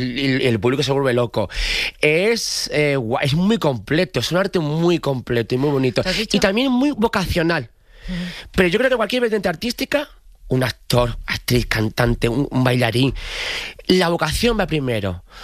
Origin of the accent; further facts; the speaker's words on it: Jerez de la Frontera, Andalusia, Spain; En mi tierra, en Jerez